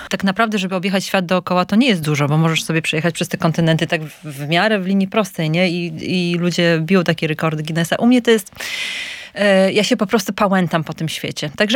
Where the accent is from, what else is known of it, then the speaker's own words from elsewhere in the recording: Suwałki, Podlaskie Voivodeship, Poland; born there; moved away as an adult; also born or lived in Warsaw / Sydney; Urodziłam się w Suwałkach, skończyłam studia w Warszawie i po zrobieniu magistra wyjechałam do Sydney.